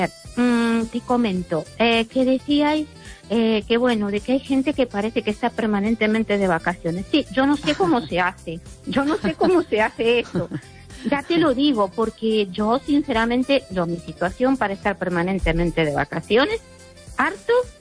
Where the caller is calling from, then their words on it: Ourense, Galicia, Spain; de Orense.